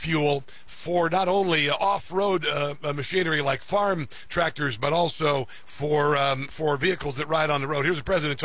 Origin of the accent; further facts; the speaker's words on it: Midwest, United States; I'm from the Midwest, the heartland. I've actually helped harvest. I've shelled corn.